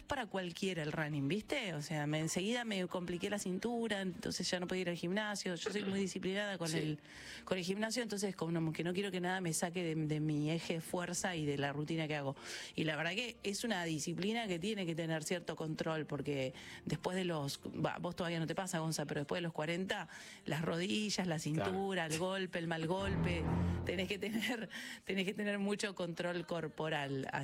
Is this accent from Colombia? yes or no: no; Pilar, Buenos Aires Province, Argentina; para la ciudad de Buenos Aires, yo que vengo de Pilar